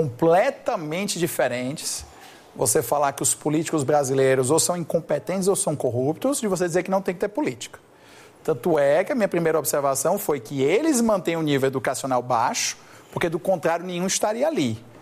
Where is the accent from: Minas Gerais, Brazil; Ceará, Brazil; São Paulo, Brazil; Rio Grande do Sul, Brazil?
Ceará, Brazil